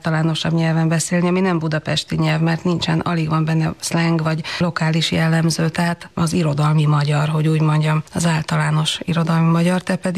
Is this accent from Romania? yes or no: yes; Transylvania, Romania; Ha erdélyi vagyok, akkor áprili módjára vagyok erdélyi, azt gondolom.